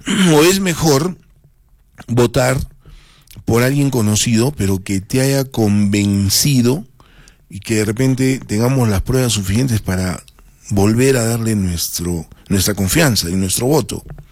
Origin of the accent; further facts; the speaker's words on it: Cerro Colorado, Arequipa, Peru; allá en mi barrio, porque yo también soy de Cerro Colorado.